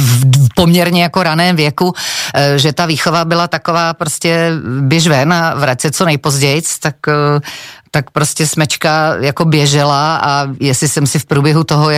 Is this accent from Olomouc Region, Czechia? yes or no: yes; Šumperk, Olomouc Region, Czechia; když já jsem se tam narodila, tak tam ještě nebyl ten sídlák, takže tam byla ta vesnice. Takže moje rané dětství do těch prvních 10 let bylo vlastně venkovský